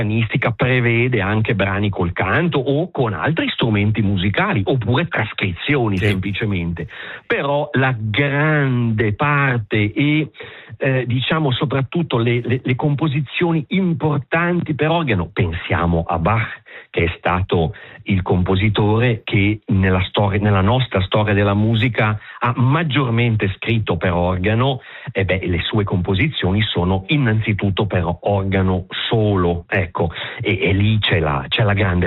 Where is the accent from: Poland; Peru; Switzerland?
Switzerland; Ticino